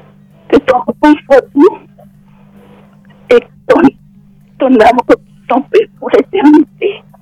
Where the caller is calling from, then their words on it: France; J'appelle de Métropole.